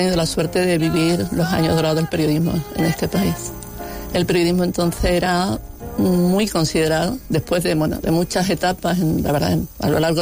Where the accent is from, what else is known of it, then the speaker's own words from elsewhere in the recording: Algeciras, Andalusia, Spain; now in Málaga, Spain; Mi hermano mayor, que era DJ en una discoteca en Algeciras, que yo nací en Algeciras.